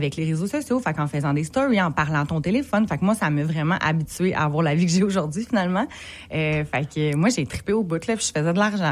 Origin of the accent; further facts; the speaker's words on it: Saint-Bruno-de-Montarville, Quebec, Canada; Saint-Bruno de Montarville.